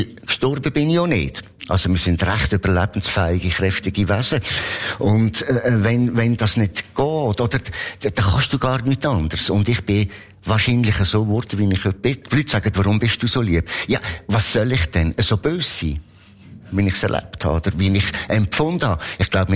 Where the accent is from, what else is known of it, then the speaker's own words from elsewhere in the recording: Lucerne, Switzerland; moved away; Und in Bern, ich als Luzerner, habe ich nicht einmal einen Beitrag auf Mundart lesen dürfen. Ich musste einen Berndeutschkurs machen.